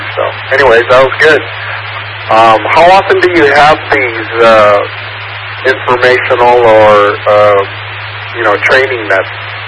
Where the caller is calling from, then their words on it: El Dorado Hills, California, United States; in El Dorado Hills.